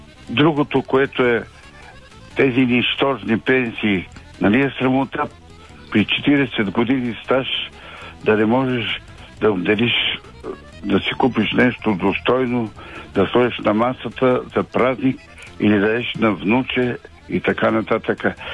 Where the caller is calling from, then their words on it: Teteven, Lovech Province, Bulgaria; съм от Тетевен